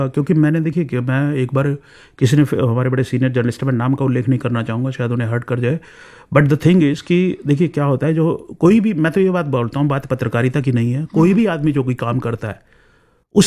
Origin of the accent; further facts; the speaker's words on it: Delhi, India; मेरा जन्म तो दिल्ली में आनंद पर्वत जगह है वहाँ पर हुआ और मैं लेकिन मूल रूप से हिमाचल से बिलोंग करता हूँ और पढ़ाई भी जो है वो दिल्ली में ही